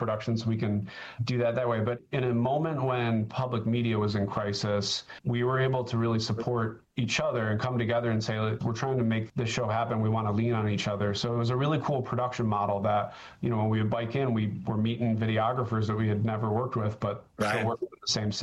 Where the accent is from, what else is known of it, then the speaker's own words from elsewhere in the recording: New York, United States; and that's in Wayne County. It's actually funny. It's the county I grew up in New York State.